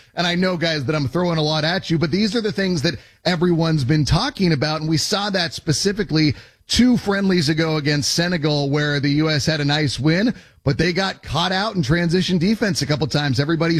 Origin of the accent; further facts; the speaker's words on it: Bay Area, California, United States; growing up in the Bay Area, I have a lot of friends who have Mexican heritage.